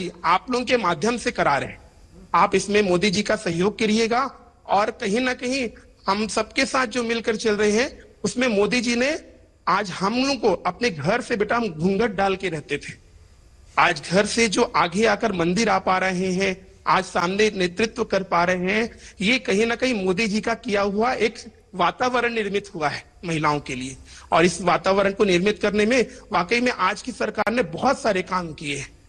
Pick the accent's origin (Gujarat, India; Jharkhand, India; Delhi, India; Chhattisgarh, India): Chhattisgarh, India; Kota; मैं छत्तीसगढ़ से हूँ, छत्तीसगढ़ से बिलासपुर में, एक कोटा नाम का जनपद है अपना, वहीं से मूल निवास है मेरा।